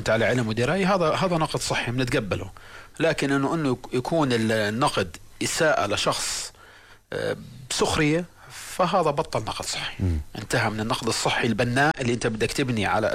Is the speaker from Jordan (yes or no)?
yes; Jordan; إحنا كأردنيين